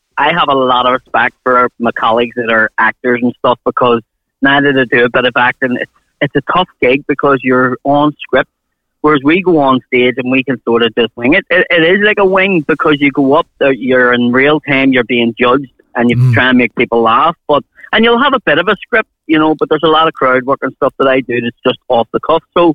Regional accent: Belfast, Northern Ireland, United Kingdom; being Irish or where you're from in Belfast

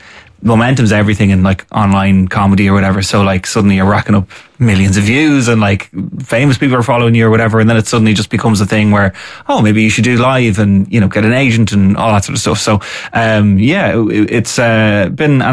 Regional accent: Navan, Leinster, Ireland; also born or lived in Portstewart; And I'm from Navan as well, which breeds comedians.

